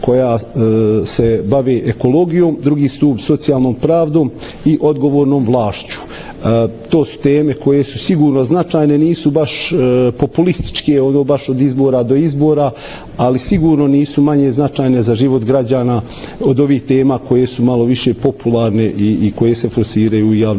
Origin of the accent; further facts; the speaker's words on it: Velika Kladuša, Federation of Bosnia and Herzegovina, Bosnia & Herzegovina; dolazim iz Velike Kladuše. Tu sam rođen i odrastao i završio osnovno i srednje obrazovanje.